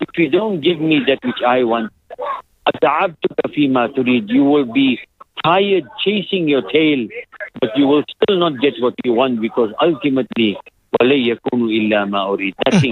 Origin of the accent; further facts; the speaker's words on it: South Africa; South Africans, we have always grown up with Holiday in. So this feels like home to us.